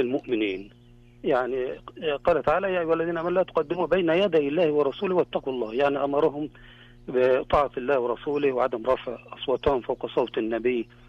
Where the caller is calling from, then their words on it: Medina, Medina Province, Saudi Arabia; من المدينة المنورة